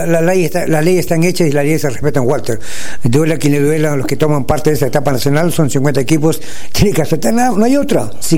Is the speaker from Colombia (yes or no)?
no; Peru